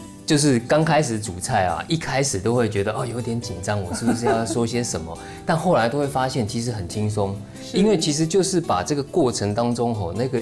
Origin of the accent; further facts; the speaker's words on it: Yonghe, New Taipei, Taiwan; 因为我就是永和长大的小孩，